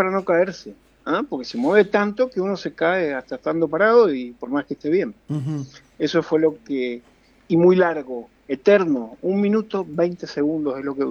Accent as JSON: {"language": "Spanish", "region": "Mendoza", "country": "Argentina", "said": "Sí tengo experiencia sísmica, soy de Mendoza, ¿no?"}